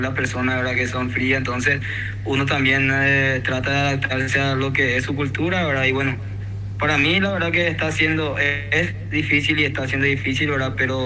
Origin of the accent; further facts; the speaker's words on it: Paraguay; moved away as an adult; vengo de Paraguay, que soy sudamericano